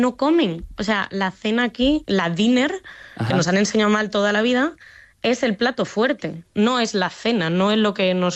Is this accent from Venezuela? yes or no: no; Extremadura, Spain; accent: Madrid; also born or lived in Madrid; now in Ireland